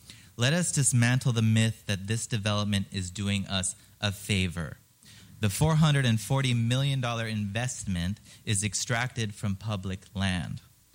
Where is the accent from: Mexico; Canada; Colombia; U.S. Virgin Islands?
U.S. Virgin Islands; I grew up on Water Island, fell in love with our environments, became a PhD-level marine scientist, and returned home